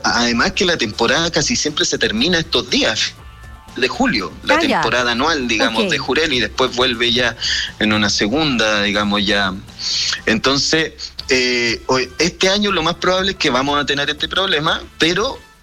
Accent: Talcahuano, Biobío, Chile; Yo soy particularmente de Talcahuano, conozco la historia muy bien. En Talcahuano llegaron a capturar cerca de 4 millones de toneladas de jurel en los años 90.

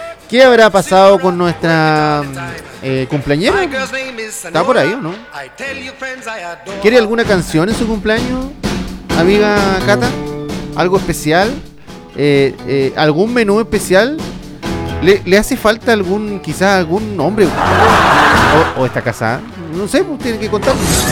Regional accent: Chile; Para que vean que uno es chileno.

